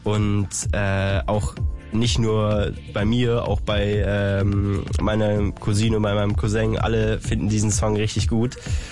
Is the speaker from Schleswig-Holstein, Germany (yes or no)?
no; Kleinmachnow, Brandenburg, Germany; moved away as an adult; now in Berlin, Germany; Also ich bin ja irgendwie ja in Kleinmachnow groß geworden